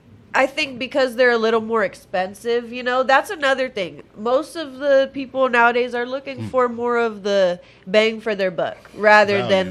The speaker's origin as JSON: {"language": "English", "town": "Ontario", "region": "California", "country": "United States", "said": "I'm from Ontario, so I mean, you know. Shout out Creekview. Shout out Gracie Oakley. Shout out Colony."}